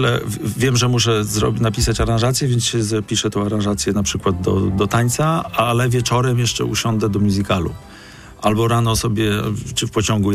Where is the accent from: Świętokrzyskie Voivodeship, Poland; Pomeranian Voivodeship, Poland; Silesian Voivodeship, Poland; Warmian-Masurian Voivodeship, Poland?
Warmian-Masurian Voivodeship, Poland; pochodzę z Mazur, pochodzę z Warmii i Mazur, nie? Z małego miasta.